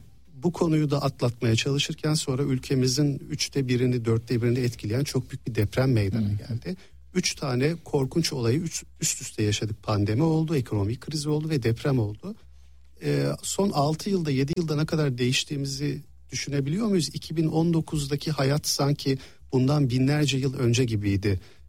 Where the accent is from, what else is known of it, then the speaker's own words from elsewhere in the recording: Istanbul, Turkey; Ben İstanbul'da doğdum, büyüdüm. Hatta Ortaköy'de doğdum ve 10 yaşıma kadar da orada yaşadık. Sonra Kadıköy'e geçtik.